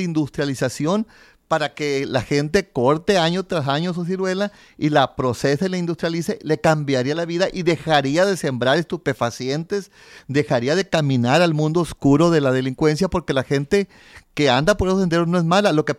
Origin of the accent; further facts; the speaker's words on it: Mexico; nosotros somos Estados Unidos mexicanos